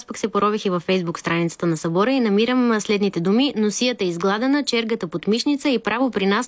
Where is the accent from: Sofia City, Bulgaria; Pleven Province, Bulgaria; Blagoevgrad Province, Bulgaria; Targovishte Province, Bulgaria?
Pleven Province, Bulgaria; Pleven; специално в нашия град, казвам нашия, защото аз съм плевенчанка